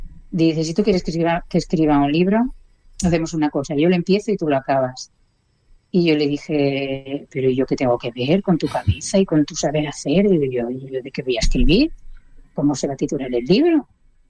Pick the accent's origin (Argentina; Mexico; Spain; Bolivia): Spain; Menorca, Balearic Islands